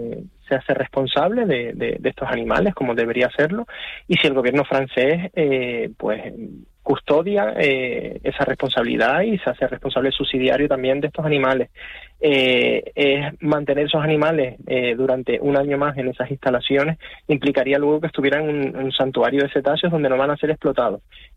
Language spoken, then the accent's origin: Spanish; Canary Islands, Spain; somos en Canarias el lugar de sacrificio